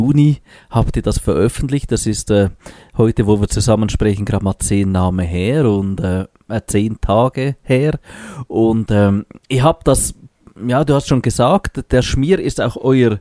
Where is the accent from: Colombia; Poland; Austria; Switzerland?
Switzerland; Basel, Basel-Stadt; Ich komme ursprünglich aus Basel.